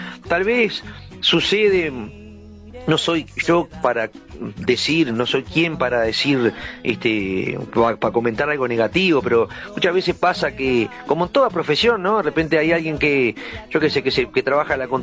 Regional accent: Atlántida, Canelones, Uruguay; Acá en Montevideo, yo soy de Atlántida, ¿no? Pero lo tengo acá cerquita

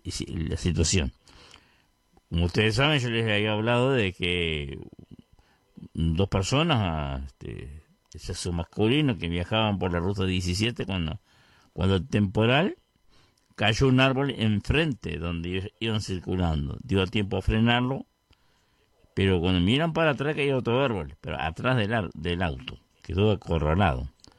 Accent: Vergara, Treinta y Tres, Uruguay; Ahí está Vergara, nuestro querido pueblo Vergara, donde yo nací, me crié. Me crié entre comillas porque todavía estoy en eso, ¿no?

